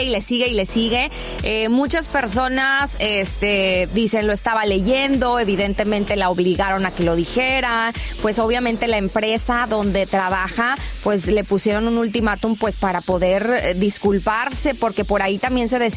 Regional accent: Mexico

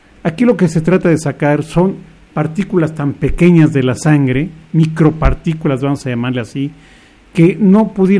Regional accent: Mexico City, Mexico; now in Apizaco, Mexico; No, soy de la Ciudad de México, nada más. Okay. Que tengo aquí trabajando 48 años.

